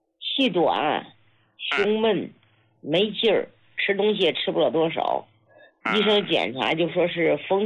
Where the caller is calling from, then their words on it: Hebei, China; 我是河北的。